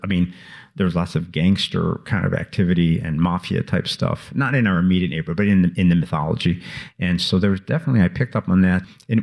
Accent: Chicago, Illinois, United States; I grew up in Chicago on the South Side, and there was a very, you know, a very male-centered time.

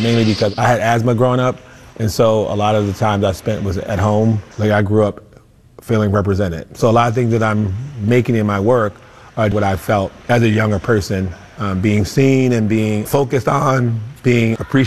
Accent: Baltimore, Maryland, United States; I'm from Baltimore, and I have a lot of great stories and memories of growing up in Baltimore.

